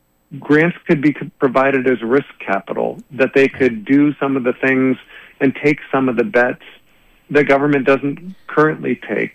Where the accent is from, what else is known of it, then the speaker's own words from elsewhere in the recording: Port Angeles, Washington, United States; I grew up in Port Angeles.